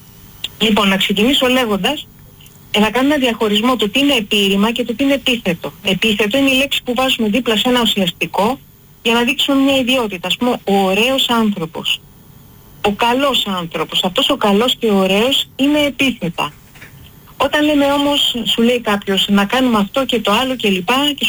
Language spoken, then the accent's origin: Greek; Greece; θα νιώθω την Ελλάδα πατρίδα μου, θα συνήθω να την νιώθω το ίδιο.